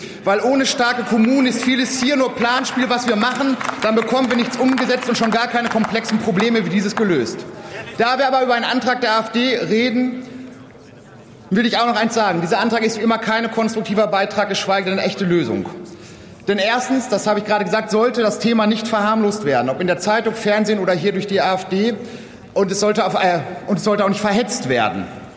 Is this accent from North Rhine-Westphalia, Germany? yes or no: yes; Dortmund, North Rhine-Westphalia, Germany; Das ist aus meinem Wahlkreis meiner Heimatstadt Dortmund kenne